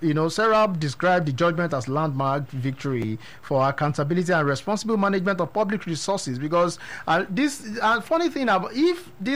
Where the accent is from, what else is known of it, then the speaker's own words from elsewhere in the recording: Nigeria; we also need to educate ourselves as Nigerians